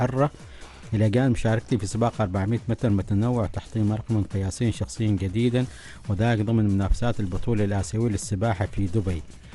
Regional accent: Oman; عندنا في عمان

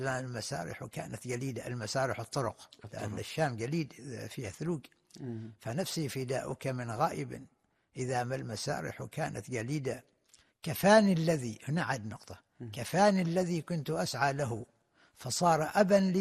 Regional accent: Oman

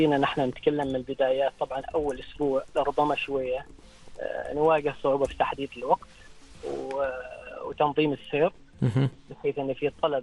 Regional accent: Oman; نحن كعمانيين

